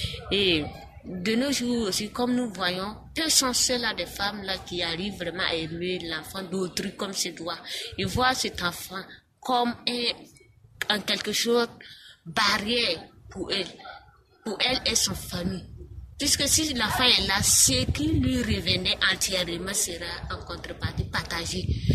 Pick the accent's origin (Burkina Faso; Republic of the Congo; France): Burkina Faso; Chez nous au Burkina Faso, surtout en Afrique